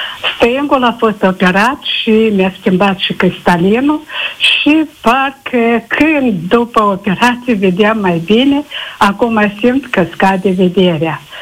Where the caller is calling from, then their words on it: Chișinău, Moldova; din Chișinău.